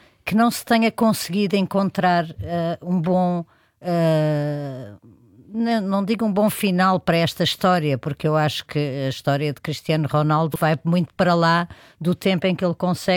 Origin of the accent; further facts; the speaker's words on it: Portugal; como portuguesa, fiquei triste e fico triste com isto.